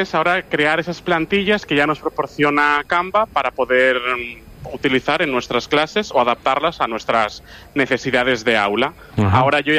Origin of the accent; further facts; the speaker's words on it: Cacabelos, Castile and León, Spain; moved away as an adult; now in Zamora, Spain; Este curso estoy en Villa del Pando, en Zamora, pero bueno, ya lo puedo decir, mando destino definitivo el curso que viene en Cacabelos, que es mi pueblo.